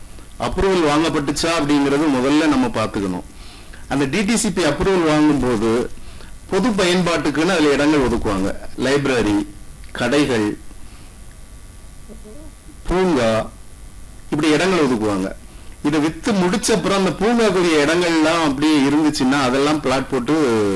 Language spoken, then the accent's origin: Tamil; Valliyur, Tamil Nadu, India; எனது சொந்த ஊர் நெல்லை மாவட்டம் வள்ளியூர். நான் 1994 முதல் வள்ளியூர் உரிமையியல் நீதிமன்றத்தில் வழக்கறிஞராக பணி செய்து வருகிறேன்.